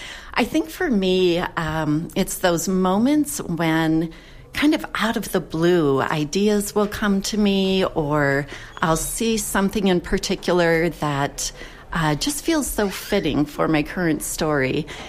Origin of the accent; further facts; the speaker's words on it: Northfield, Minnesota, United States; I'm from Northfield, Minnesota.